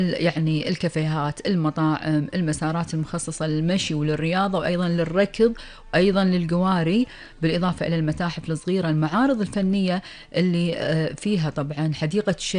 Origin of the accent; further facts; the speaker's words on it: Kuwait; ديرتنا الحبيبة الكويت